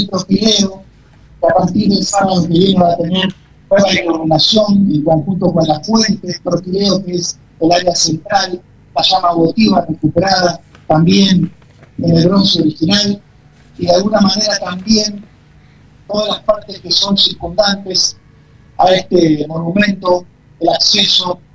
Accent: Santa Fe, Argentina; somos los santafesinos los que tenemos una historia de sobreponernos y seguir adelante

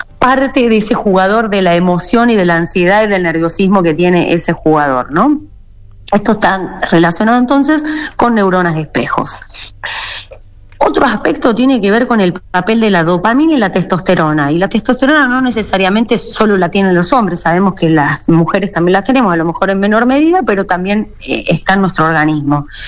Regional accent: Argentina; lo que somos los argentinos

